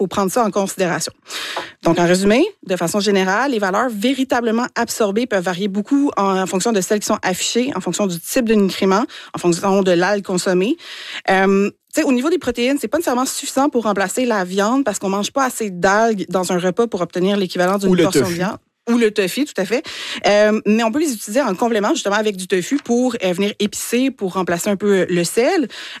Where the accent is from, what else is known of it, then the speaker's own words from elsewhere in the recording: Quebec, Canada; moi, je suis gaspésienne